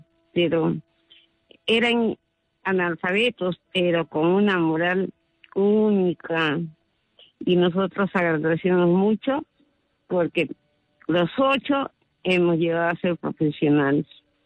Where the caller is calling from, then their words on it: Lima, Peru; De Puente Piedra llamo.